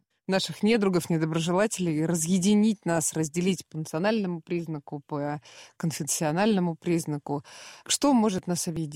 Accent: Ukraine; Ну, я здоровый детства, украинец.

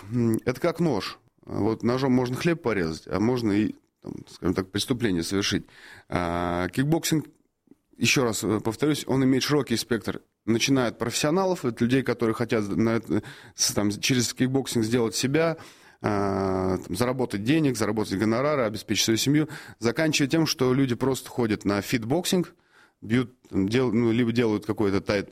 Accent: Russia; мы из России

